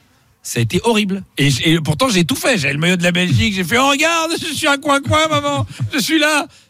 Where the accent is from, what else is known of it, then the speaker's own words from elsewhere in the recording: France; je suis un Français.